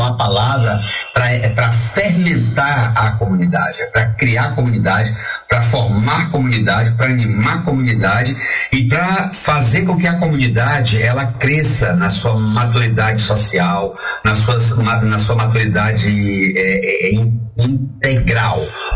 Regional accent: Dom Pedro, Maranhão, Brazil; also born or lived in Genipapo, Presidente Dutra, Maranhão; eu sou natural do Maranhão. Eu nasci em 1969, eu sou o último filho de um casal … 8 irmãos, eu sou o último.

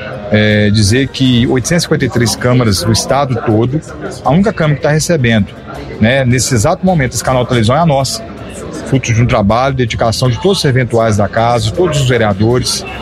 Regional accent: Minas Gerais, Brazil; como bom mineiro, a gente trabalha devagar

